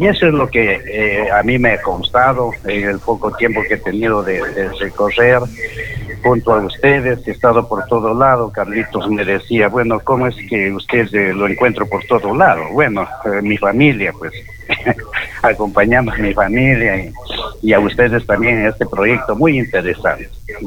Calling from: Loja, Ecuador; estoy en la ciudad de Loja

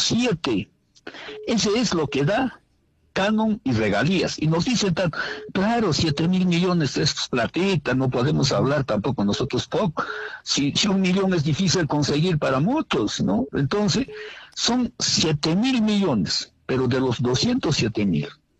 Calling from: Puno, Peru

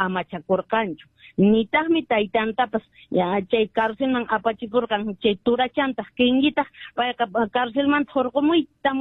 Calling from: Puno, Peru; yo soy de Puno, entonces yo hablo perfectamente el quechua.

